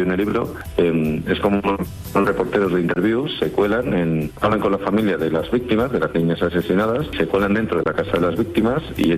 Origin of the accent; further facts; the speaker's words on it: Extremadura, Spain; Soy extremeño, como tía, de la Sierra de Gata